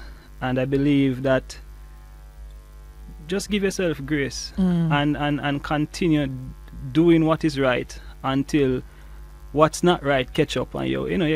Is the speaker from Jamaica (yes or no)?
yes; Jamaica; we, as Jamaican men